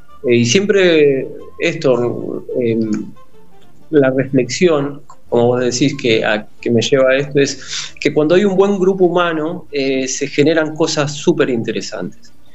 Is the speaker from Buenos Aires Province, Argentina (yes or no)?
yes; La Plata, Buenos Aires Province, Argentina; No, aporteñado no, más bien de La Plata.